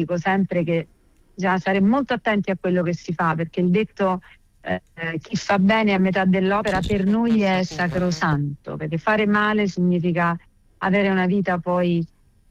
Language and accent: Italian; Rome, Lazio, Italy; io sono una randagia, sono della Garbatella e sono veramente una ragazzina con gli artigli